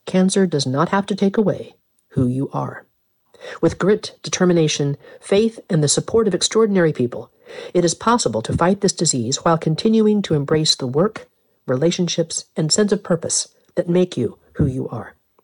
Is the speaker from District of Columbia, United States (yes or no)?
yes; Washington, District of Columbia, United States; had recently visited my hometown of Washington, D.C.